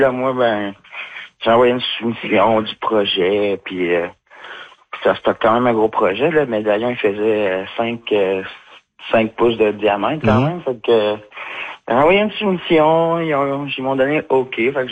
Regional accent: Quebec City, Quebec, Canada; Tu sais, moi, j'ai grandi à Québec, mm-hmm. puis c'est ma mère qui vient de Pessamit, moi, j'ai grandi à Québec

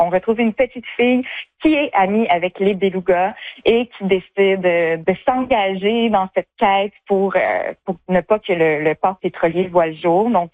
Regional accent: Saint-Hubert-de-Rivière-du-Loup, Quebec, Canada; C'est moi, je suis native de Saint-Hubert-de-Rivière-du-Loup, donc j'ai grandi sur le bord du fleuve.

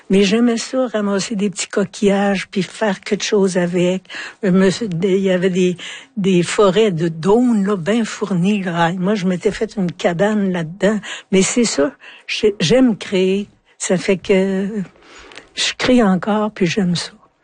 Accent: Quebec, Canada; now in Montreal, Canada; chez nous, en Abitibi, on est proche des gens. Tu sais, quand je suis arrivée à Montréal, je trouvais que les gens, ils se parlaient pas.

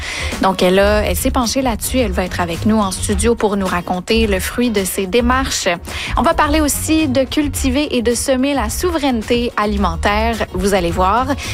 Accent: Quebec, Canada; now in Côte-Nord, Canada; Puis moi, je viens des Laurentides, donc... Aller à la cueillette de pommes chaque année

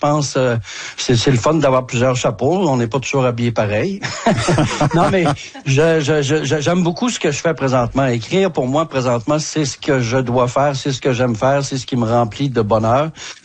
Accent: Saguenay, Quebec, Canada; Puis on finit toujours par dire dans toutes les entrevues qu'on vient de la région.

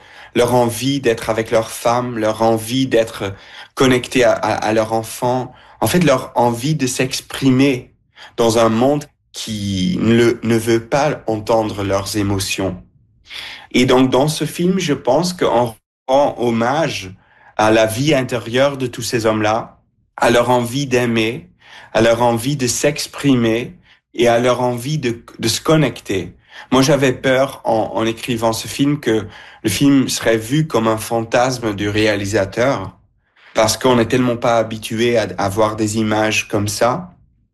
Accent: Belgium; Je viens de la Belgique. Dès que je suis dans l'école, je l'apprends.

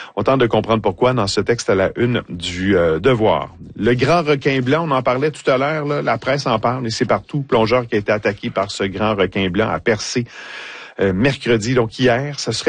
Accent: Quebec, Canada; Vous savez, moi, je suis originaire de l'Abitibi-Ouest.

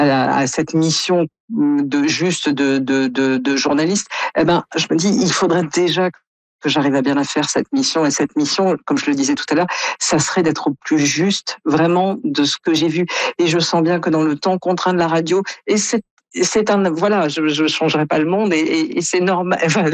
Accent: France; on a du mal à imaginer, quand on est Canadien ou comme moi français

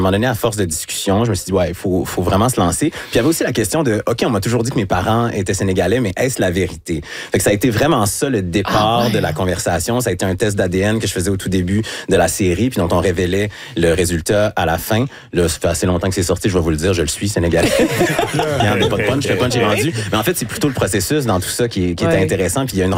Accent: Quebec City, Quebec, Canada; born there; je suis né à Québec, à l'hôpital Saint-Sacrement. Mes deux parents étaient étudiants à l'Université Laval.

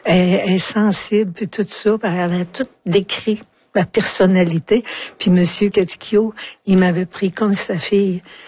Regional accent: Quebec, Canada; je viens de l'Abitibi

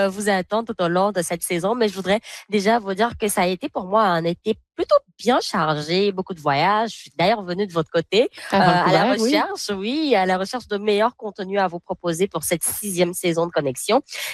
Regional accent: Winnipeg, Manitoba, Canada; ici chez nous à Winnipeg.

